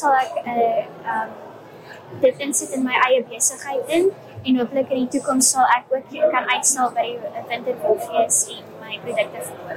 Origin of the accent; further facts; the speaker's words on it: Western Cape, South Africa; Ek is van Refusioner End af, van die Weskaap, in die Overberg area